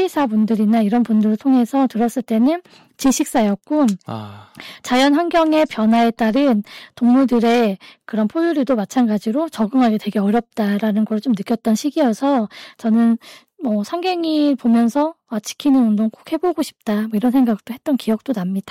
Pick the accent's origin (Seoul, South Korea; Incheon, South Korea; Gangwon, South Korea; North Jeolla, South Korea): North Jeolla, South Korea; Buan; 저는 지역이 부안이었어요. 사는 공간이 부안이었고.